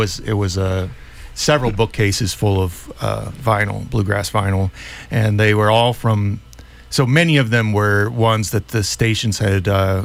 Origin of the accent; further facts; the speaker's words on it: Grass Valley, California, United States; also born or lived in San Jose, California; I grew up around it because I'm from Grass Valley, California. And there was a time when I was living in San Jose